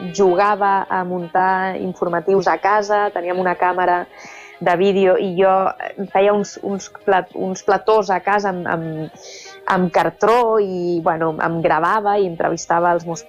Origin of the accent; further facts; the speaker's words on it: Barcelona, Catalonia, Spain; now in Andorra; A fora. Sempre he estudiat a fora d'Andorra. Sí, a Barcelona, primer, bueno, la primària, l'ESO, el batxillerat, i després també periodisme a Barcelona. A Andorra vaig venir-hi a viure més endavant